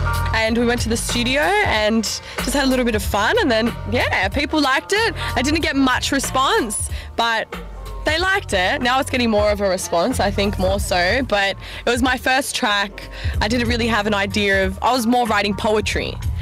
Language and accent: English; Australia; I'm an Australian poet rapper.